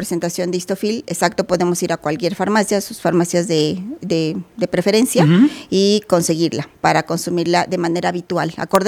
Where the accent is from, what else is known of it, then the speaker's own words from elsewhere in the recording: Mexico; algo que como mexicanos creo que tenemos que trabajar bastante.